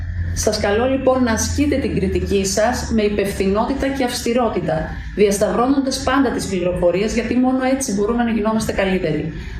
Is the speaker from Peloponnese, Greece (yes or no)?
no; Xanthi, Eastern Macedonia and Thrace, Greece; η Ξάνθη δεν είναι απλώς ο τόπος μου. Είναι ο τόπος που γεννήθηκα, μεγάλωσα, εργάζομαι και ζω καθημερινά μαζί με τους ανθρώπους της.